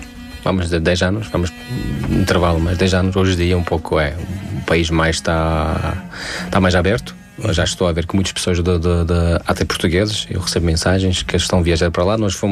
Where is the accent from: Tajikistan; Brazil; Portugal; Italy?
Tajikistan; Portuguese is a second language; e já várias vezes expliquei que sou do Tajiquistão